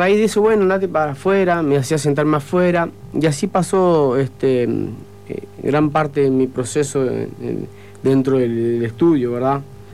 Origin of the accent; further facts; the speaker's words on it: Salto, Uruguay; Nosotros somos, soy Ciudad de Salto, vivo con mis 7 hermanos, entre hermanas.